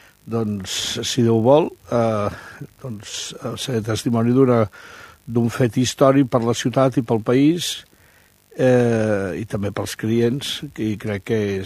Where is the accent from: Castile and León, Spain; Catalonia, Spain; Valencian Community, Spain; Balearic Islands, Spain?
Catalonia, Spain; Barcelona; Som molts barcelonins els que pensem que darrere això s'ha de posar ordre